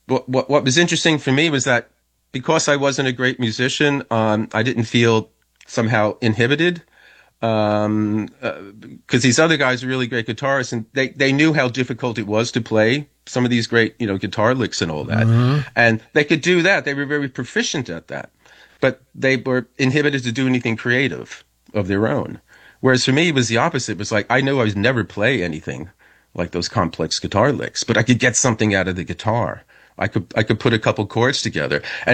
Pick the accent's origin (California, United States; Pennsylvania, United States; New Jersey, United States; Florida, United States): New Jersey, United States; I mean, when I grew up in New Jersey, I knew lots of people who were great musicians.